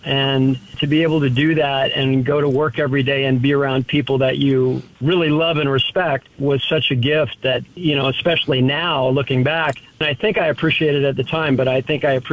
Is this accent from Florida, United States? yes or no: no; Dallas, Texas, United States; moved away as an adult; also born or lived in Los Angeles; I'm very close with my family that I grew up with in Dallas, Texas, but being a young person out kind of on their own in Los Angeles